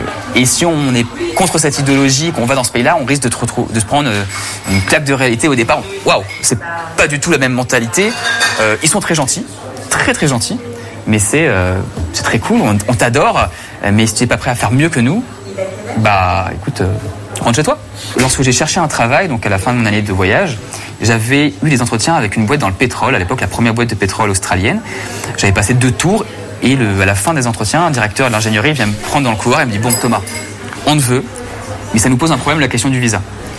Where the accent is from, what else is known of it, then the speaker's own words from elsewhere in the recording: France; moved away; quand on vient de France